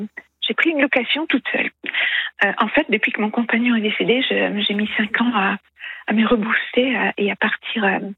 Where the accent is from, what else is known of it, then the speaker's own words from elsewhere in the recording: Hauts-de-France, France; Je suis native du Pas-de-Calais